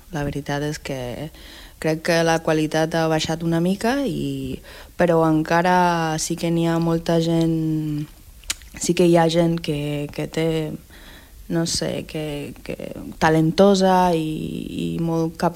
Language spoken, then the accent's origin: Catalan; Havana, Cuba; Catalan is a second language; moved away as an adult; now in Catalonia, Spain; Soc de La Habana, sí, de la capital.